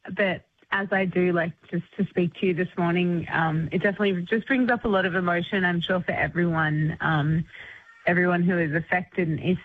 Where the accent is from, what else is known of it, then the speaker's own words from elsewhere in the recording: Forster, New South Wales, Australia; I'm from Foster, Omar, my country. Like, you know, I mean, this is local radio, so we're like 30 minutes south of Taree.